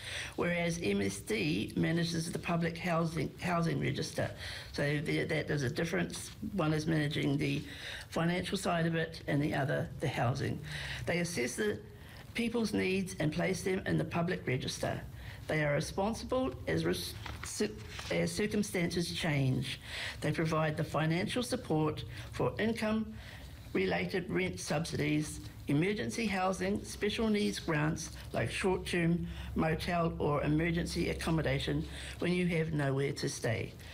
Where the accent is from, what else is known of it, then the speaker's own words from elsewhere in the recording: Manurewa, Auckland, New Zealand; also born or lived in Rotorua; now in Napier, New Zealand; I was born in Rotorua and brought up in Manurewa, Auckland. 4 years ago, we decided to semi-retire and sold up and moved from Auckland to Napier.